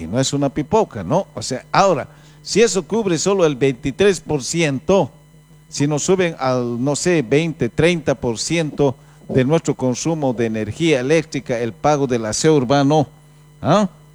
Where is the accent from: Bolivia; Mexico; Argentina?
Bolivia; Potosí; now in Santa Cruz, Bolivia; somos potosinos